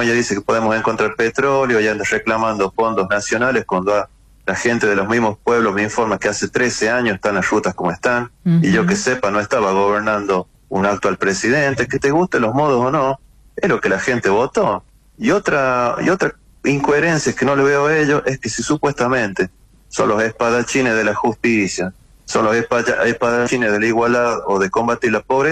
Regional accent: La Rioja, Argentina; cada uno del lugar donde esté, como riojano, ciudadano, trata de reflejar

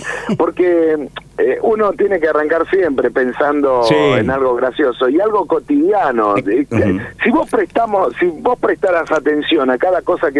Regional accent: Morteros, Córdoba, Argentina; moved away as an adult; now in Brinkmann, Argentina; Yo nací en Morteros.

